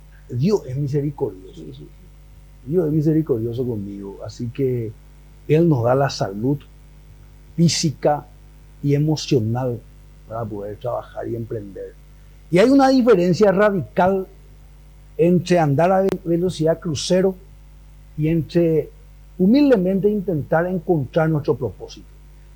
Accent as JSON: {"language": "Spanish", "country": "Paraguay", "said": "con mis defectos y mis virtudes. Yo soy paraguayo, con los aciertos y desaciertos."}